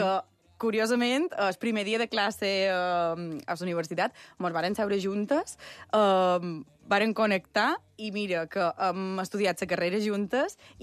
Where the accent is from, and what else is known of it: Sencelles, Balearic Islands, Spain; born or raised there; now in Palma, Spain